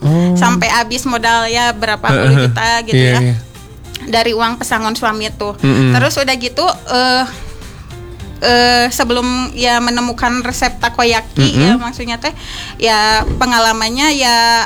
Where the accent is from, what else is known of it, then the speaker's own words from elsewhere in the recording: Cimahi, West Java, Indonesia; now in Bandung, Indonesia; Terus saya juga kebetulan asli orang Cimahi.